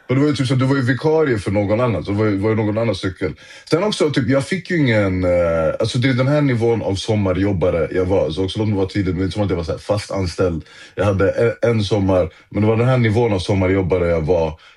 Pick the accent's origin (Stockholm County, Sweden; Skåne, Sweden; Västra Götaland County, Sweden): Stockholm County, Sweden; Stockholm; born or raised there